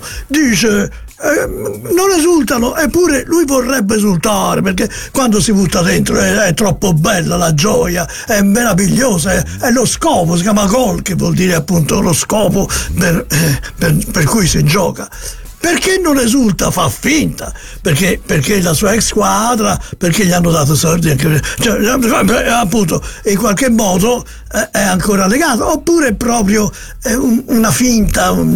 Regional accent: Naples, Campania, Italy; Ma io sono napoletano, posso mica parlare a Fiorentina? Sono napoletano.

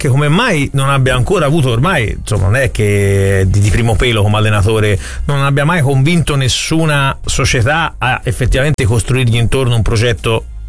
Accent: Florence, Tuscany, Italy; siamo identitari in quanto fiorentini

